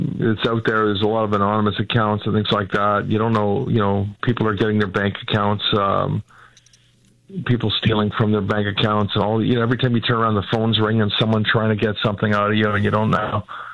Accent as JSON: {"language": "English", "country": "Canada", "said": "We're Canadian and you're proud of it."}